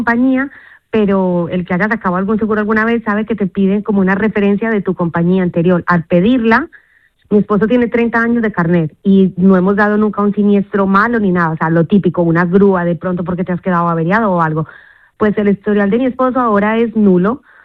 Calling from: Vélez-Málaga, Andalusia, Spain; yo también soy de Vélez, Málaga

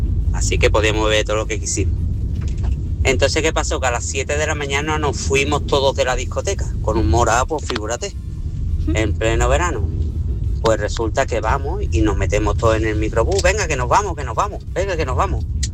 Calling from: Seville, Andalusia, Spain; de Sevilla otra vez.

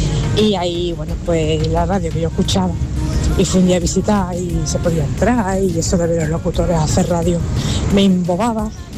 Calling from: Seville, Andalusia, Spain; Llamo de Sevilla.

